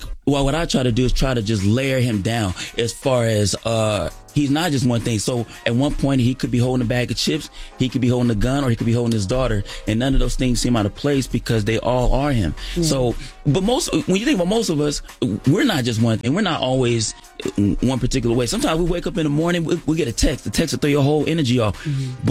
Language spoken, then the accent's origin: English; Los Angeles, California, United States; L.A. I'm from South Central L.A.